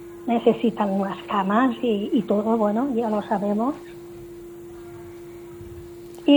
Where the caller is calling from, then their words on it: Es Castell, Balearic Islands, Spain; De Villacarlos.